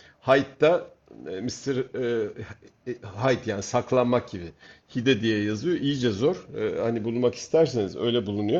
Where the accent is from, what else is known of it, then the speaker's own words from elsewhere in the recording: Rumelia, Turkey; Bunu da mesela ben Balkan'ım demem kendime. Ben Rumeliyim. Neden? Çünkü ben bu ülkenin insanıyım.